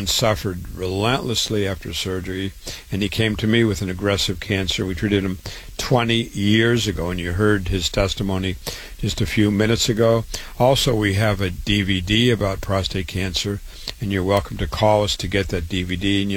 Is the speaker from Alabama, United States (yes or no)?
no; Waterloo, Iowa, United States; I was born and raised in Waterloo, Iowa. I went to public school, university, medical school, MD.